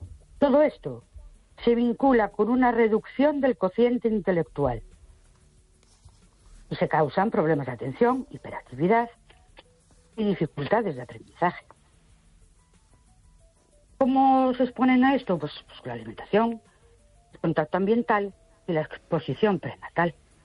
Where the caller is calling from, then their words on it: Ourense, Galicia, Spain; de Orense.